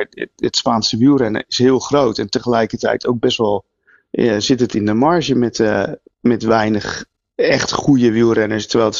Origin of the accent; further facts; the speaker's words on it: Netherlands; Voor de Nederlanders, ja, wij hebben er natuurlijk niet zo heel veel mee. Maar goed, wij zijn ook geen Spanjaarden.